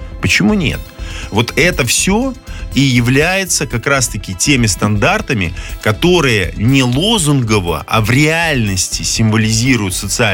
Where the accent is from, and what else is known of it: Belarus